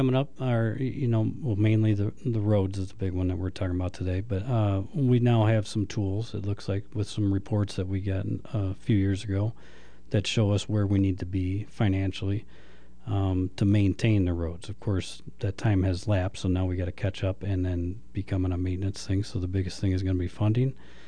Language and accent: English; Morris, Illinois, United States; moved away as an adult; also born or lived in Minooka, Illinois; now in Chino Valley, United States; Was born and raised in Morris, Illinois, about an hour south of Chicago.